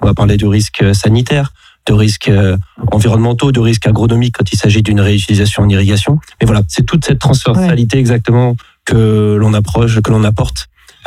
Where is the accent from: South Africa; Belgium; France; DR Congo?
France; chez nous en France